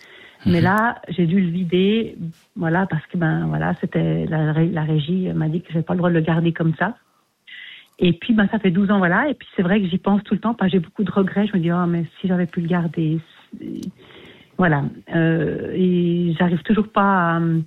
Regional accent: Geneva, Switzerland; born there; Je suis née à Genève et tout, voilà.

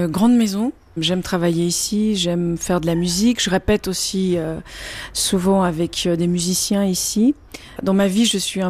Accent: Tirana, Tirana County, Albania; la première maison de ma vie, qui était la maison de mon enfance à Tirana, qui est toujours debout.

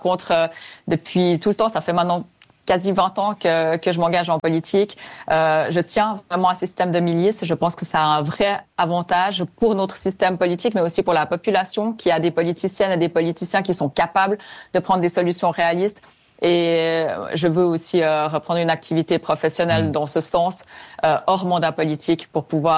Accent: Fribourg, Switzerland; moi j'ai été élue pour défendre la population fribourgeoise, mon canton avant tout

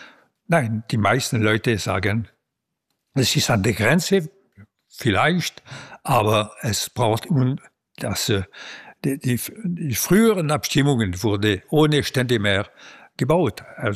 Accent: Switzerland; Als Schweizer bin ich für die Verfassung.

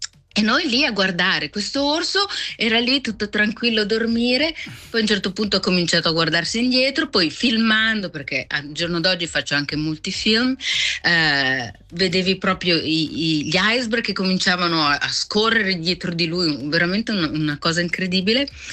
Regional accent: Switzerland; Svizzera.

